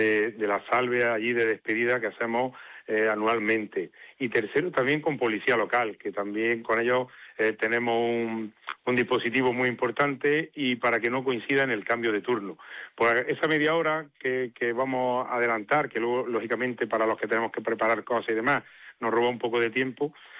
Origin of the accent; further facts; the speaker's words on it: Granada, Andalusia, Spain; Entendemos que también nos corresponde como ciudadanos granadinos empujar también en ese sentido.